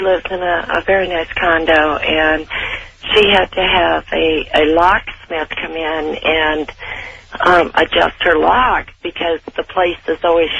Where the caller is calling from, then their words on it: California, United States; I'm calling from California, Sonoma County.